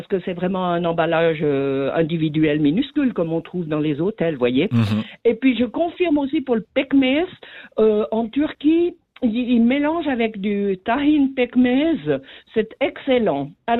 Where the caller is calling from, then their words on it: Switzerland; donc moi je suis suissesse